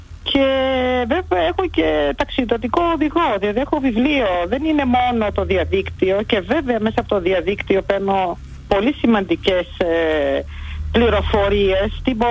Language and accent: Greek; Berlin, Germany; born or raised there